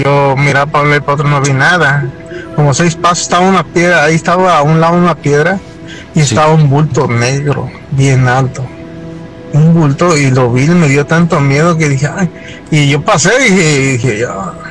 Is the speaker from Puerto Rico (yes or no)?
no; Santa Marta, Magdalena, Colombia; el chiste es que yo soy de Santa Marta, mi tamita, como les digo. Yo soy guadalupano.